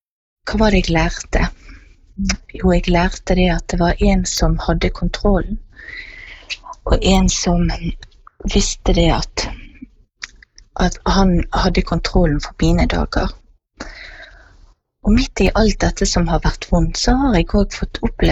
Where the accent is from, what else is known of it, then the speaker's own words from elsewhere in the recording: Bergen, Vestland, Norway; og jeg kommer fra Åsane nord for Bergen.